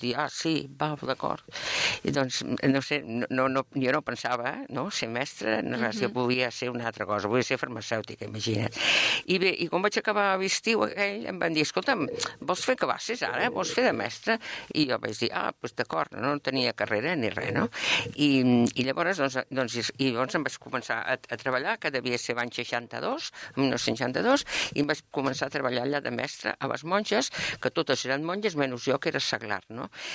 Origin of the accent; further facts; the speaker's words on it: Gallecs, Catalonia, Spain; doncs, soc una persona que vaig néixer a Can Jornet de Gallecs l'any 1945, per tant, tinc 81 anys, i m'he passat la vida entre Gallecs, Mollet, i una miqueta